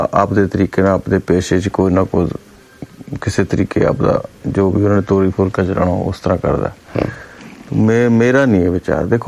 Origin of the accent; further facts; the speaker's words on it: Punjab, India; ਅਸੀਂ ਪੰਜਾਬੀ ਹਾਂ, ਪੰਜਾਬ ਦੀ ਗੱਲ ਕਰਾਂਗੇ, ਸਾਨੂੰ ਤਾਂ ਖੇਤਾਂ ਦਾ ਆਪਦੇ ਮਜ਼ਦੂਰਾਂ ਨਾਲ ਪਿਆਰ ਹੈ